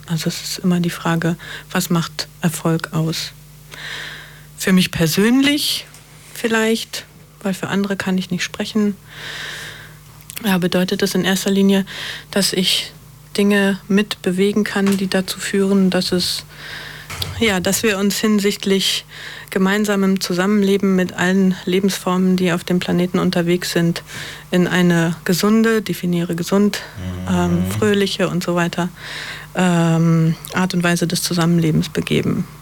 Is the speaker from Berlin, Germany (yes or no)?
yes; Berlin, Germany; Ich bin gebürtige Berlinerin, Mitte der 70er geboren.